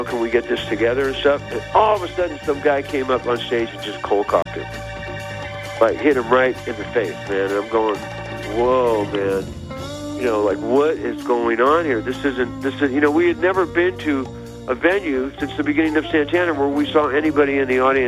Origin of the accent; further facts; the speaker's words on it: Bay Area, California, United States; we're all from the Bay Area